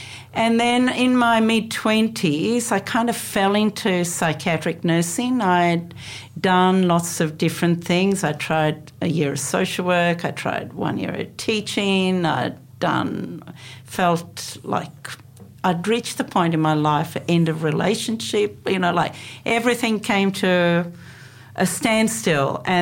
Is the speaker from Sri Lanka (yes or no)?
yes; Sri Lanka; I was born in Sri Lanka.